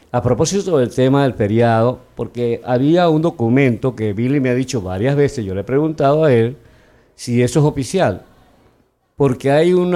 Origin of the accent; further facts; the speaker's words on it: Portoviejo, Manabí, Ecuador; Saludos a Puerto Viejo, mi tierra querida.